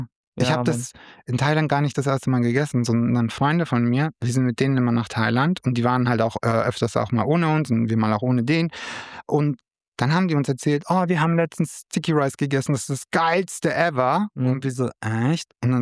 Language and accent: German; Rotenburg, Germany